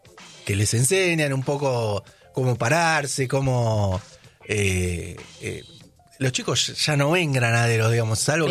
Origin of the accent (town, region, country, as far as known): Argentina